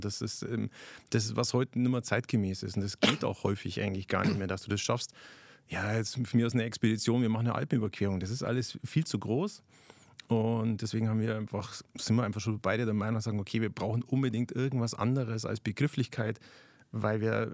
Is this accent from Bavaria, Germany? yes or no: yes; Bavaria, Germany; Ich komme eben aus Bayern, bin da eigentlich aktuell gerade Berufsschullehrer